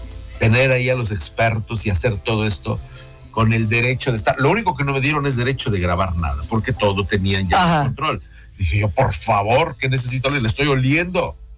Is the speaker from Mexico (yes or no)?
yes; Mexico; yo soy mexicano